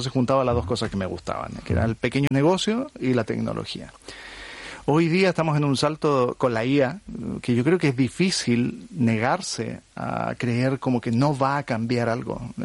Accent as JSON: {"language": "Spanish", "region": "southern Chile", "country": "Chile", "said": "Yo vengo del sur de Chile. Uh-huh. Mis padres son panaderos, son pequeños empresarios."}